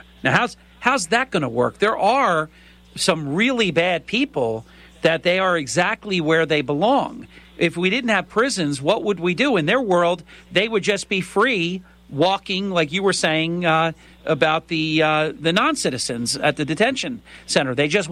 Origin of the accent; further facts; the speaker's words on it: New Jersey, United States; I'm from New Jersey